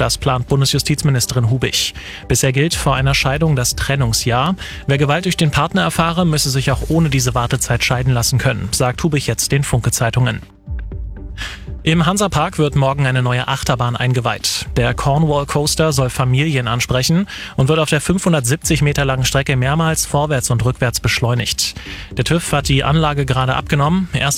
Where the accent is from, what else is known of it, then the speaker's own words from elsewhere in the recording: Schleswig-Holstein, Germany; aber ich sehe auch Sonnenscheinbilder aus meiner Heimat, Dithmarschen.